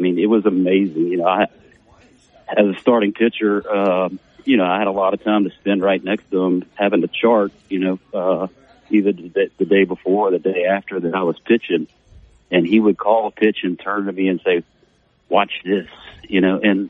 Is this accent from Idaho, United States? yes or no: no; Baton Rouge, Louisiana, United States; growing up in Baton Rouge, I obviously grew up a baseball fan